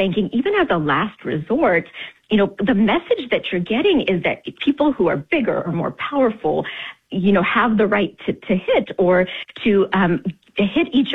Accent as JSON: {"language": "English", "region": "Tennessee", "country": "United States", "tie": "born or raised there", "said": "You know, I remember growing up in Tennessee in my elementary school."}